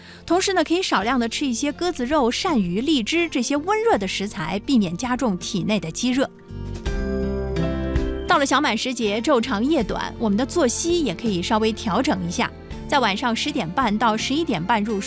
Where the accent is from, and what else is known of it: China